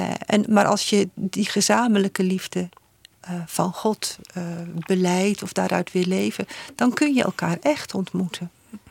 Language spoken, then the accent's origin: Dutch; Netherlands